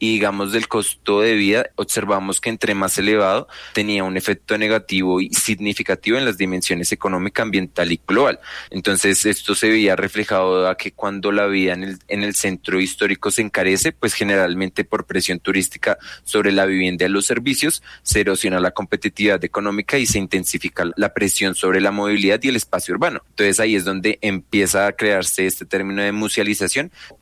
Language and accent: Spanish; Colombia; en mi territorio, en mi país